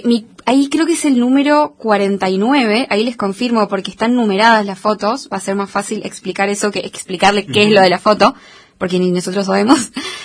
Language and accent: Spanish; Tucumán, Argentina; now in Esquel, Argentina; yo soy de Tucumán, vengo de una sociedad que es bastante consumista, tendemos como a acumular